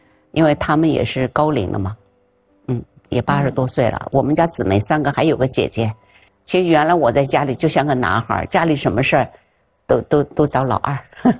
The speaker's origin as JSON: {"language": "Chinese", "region": "Beijing", "country": "China", "tie": "born or raised there", "also_born_or_lived": "Shaoxing, Zhejiang", "said": "因为我父母是3岁把我带到北京来。其实我的老家是浙江绍兴的"}